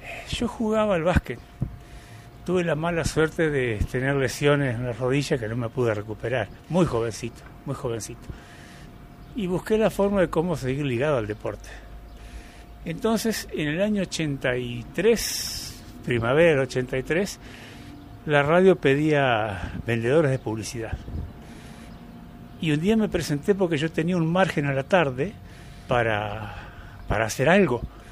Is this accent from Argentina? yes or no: yes; Arroyo Barú, Entre Ríos, Argentina; born there; No, yo soy nacido en Arroyo Barú, en el año 61. Pero ahí viví 9 meses nada más, yo no tengo registro de eso.